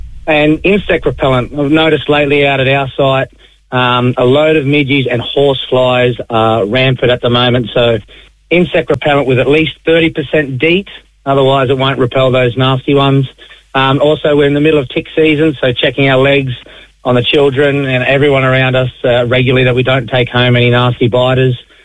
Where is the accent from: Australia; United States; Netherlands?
Australia; born or raised there